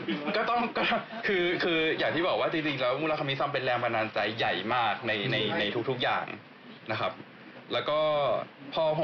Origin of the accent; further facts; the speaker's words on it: Bangkok, Thailand; now in Japan; ตอนอยู่ไทยผมอยู่กรุงเทพเนาะผมคนกรุงเทพแล้วผมรู้สึกว่ากรุงเทพเป็นเมืองที่ไม่ค่อยอนุญาตให้เรามีความสุขเท่าไหร่